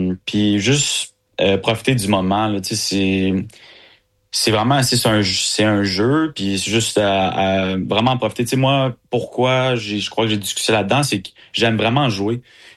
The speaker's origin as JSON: {"language": "French", "town": "Quebec City", "region": "Quebec", "country": "Canada", "said": "moi, je viens de Québec. Fait que je suis à Québec."}